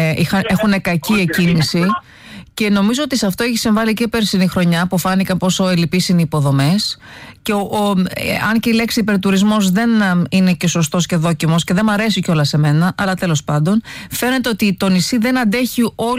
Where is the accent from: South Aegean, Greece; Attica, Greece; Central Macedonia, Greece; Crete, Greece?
South Aegean, Greece; Tinos; που είμαι από την Τίνο